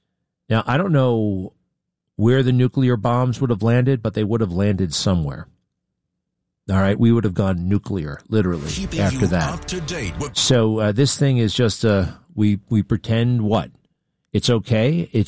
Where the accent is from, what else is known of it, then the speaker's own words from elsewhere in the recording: New York City, New York, United States; I'm from Brooklyn.